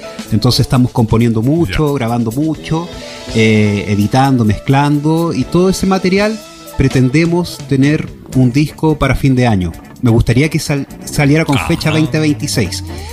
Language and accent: Spanish; Santiago, Santiago Metropolitan Region, Chile; yo soy de Santiago